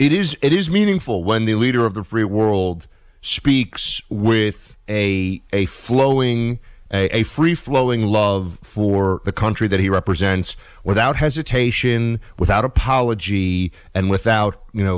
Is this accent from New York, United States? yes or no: yes; Manhattan, New York, United States; Manhattan is my hometown.